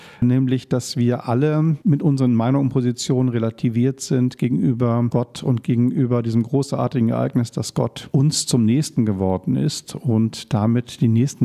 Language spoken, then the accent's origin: German; Bremen, Germany; Also als Bremer freue ich mich, dass Bremen die Chance hat, sich zu zeigen.